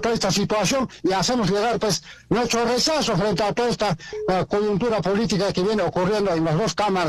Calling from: Azángaro, Puno, Peru; de la ciudad de Azángaro.

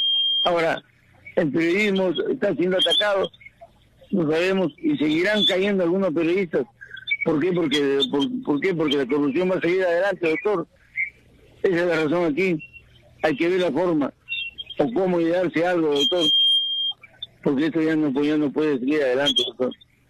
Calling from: Trujillo, La Libertad, Peru; Sí, doctor, buenos días … de Trujillo.

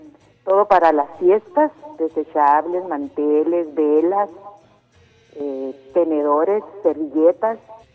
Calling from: Mexico; De la colonia Magisterial.

